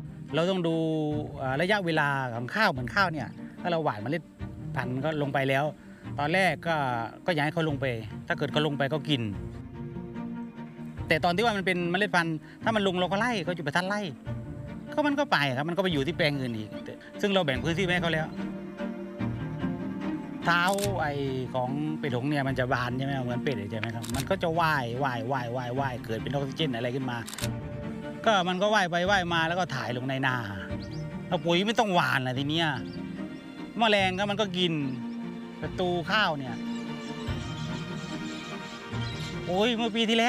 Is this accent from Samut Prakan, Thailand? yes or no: no; Ranot, Songkhla, Thailand; ซึ่งที่นี่เป็นบ้านเกิดผม